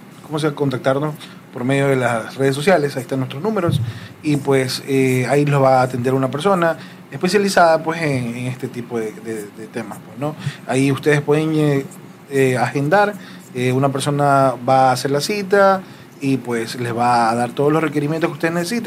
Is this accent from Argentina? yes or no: no; Ecuador; soy ecuatoriano